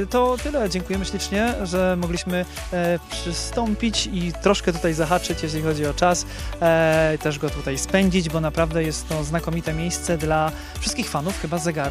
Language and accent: Polish; Jędrzejów, Świętokrzyskie Voivodeship, Poland; born or raised there